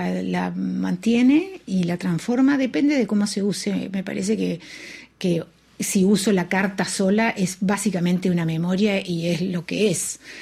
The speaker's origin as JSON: {"language": "Spanish", "country": "Argentina"}